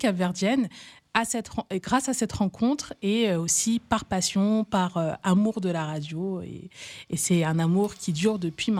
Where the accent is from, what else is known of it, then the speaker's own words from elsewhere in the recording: Cape Verde; C'est ça, je suis originaire du Cap-Vert.